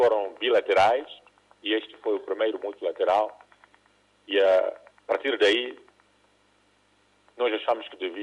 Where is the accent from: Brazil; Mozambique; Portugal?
Mozambique; Somos todos irmãos, moçambicanos